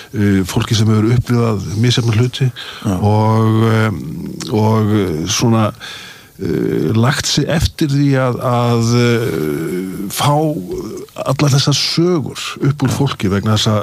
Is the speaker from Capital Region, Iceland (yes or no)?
no; Akureyri, Northeastern Region, Iceland; Já, já, það var alltaf dásamlega að alast upp á Akureyri.